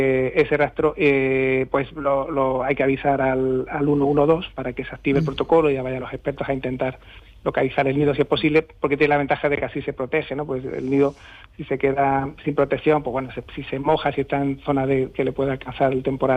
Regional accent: Andalusia, Spain; somos andaluces, pero tenemos la parte levantina y el mar de Alborán

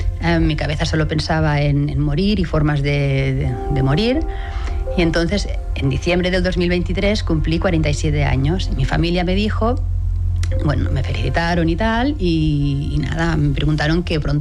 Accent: Lleida, Catalonia, Spain; born there; moved away as an adult; also born or lived in Barcelona; Nací en Lleida y me vine a estudiar a Barcelona y bueno, me enamoré de la ciudad. Entonces, cuando acabé la carrera ya busqué trabajo por aquí.

